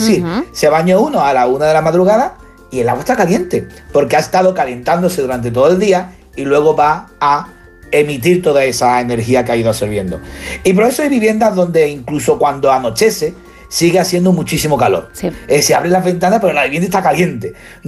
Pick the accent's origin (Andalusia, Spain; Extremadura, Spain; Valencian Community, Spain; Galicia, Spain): Andalusia, Spain; Seville; Sevilla, yo no he vivido esa juventud y esa infancia. Eso estaba muy bien cuando tienes 27 grados.